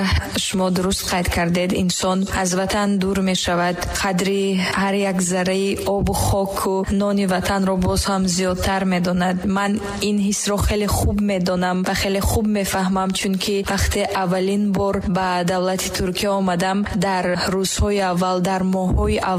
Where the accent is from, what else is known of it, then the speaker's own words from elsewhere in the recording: Tajikistan; first language Tajik; همیشه یک هم وطن خود رو میکفتم که با زبان مادریم صحبت کنم، با زبان مادریم گپ زنم، تا ان همون لذت زبان تاجیکی رو احساس کنم.